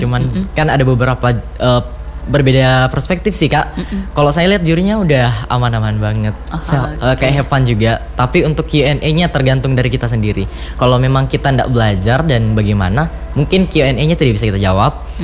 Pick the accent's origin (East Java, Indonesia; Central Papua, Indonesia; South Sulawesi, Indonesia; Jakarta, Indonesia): South Sulawesi, Indonesia; Pangkep; di daerah saya itu belum mencakup semuanya, Kak. Terutama di bagian teknologi. Apalagi di daerah Pangkep itu kan terbagi menjadi 2 wilayah, Kak. Daratan dan kepulauan.